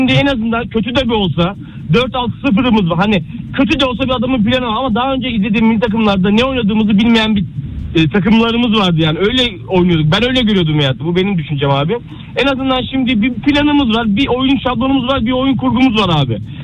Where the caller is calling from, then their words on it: Istanbul, Turkey; Ben İstanbul'dan, İstanbul'dan